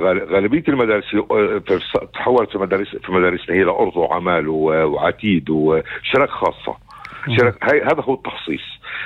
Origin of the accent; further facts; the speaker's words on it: Israel; احنا كفلسطيني الداخل